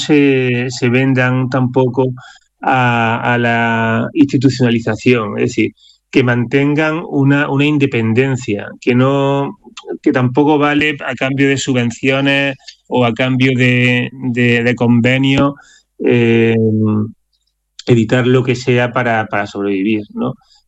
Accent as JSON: {"language": "Spanish", "town": "Córdoba", "region": "Andalusia", "country": "Spain", "said": "Yo, claro, también soy de Córdoba y seguía muy de cerca desde hacía años la ingente labor de Manuel Pimentel"}